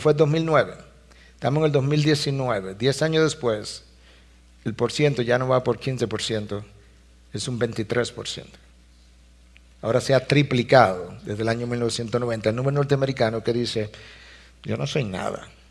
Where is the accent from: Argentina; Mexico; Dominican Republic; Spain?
Dominican Republic; nuestros compatriotas dominicanos